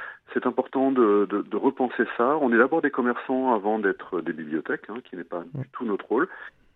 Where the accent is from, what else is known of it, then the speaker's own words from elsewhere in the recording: Lille, Hauts-de-France, France; Moi, je vois, en tant que Lillois, les plans de transport, la catastrophe que ça a été aussi des métros, des transports en commun.